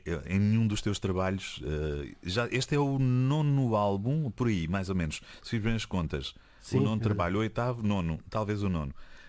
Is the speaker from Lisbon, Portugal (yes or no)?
no; Algarve, Portugal; eu entendo como algarvio